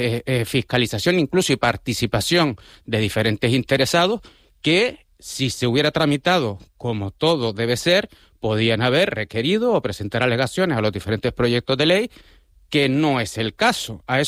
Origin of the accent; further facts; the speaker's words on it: Maspalomas, Canary Islands, Spain; yo, que soy nacido, criado y educado en Maspalomas, en zona turística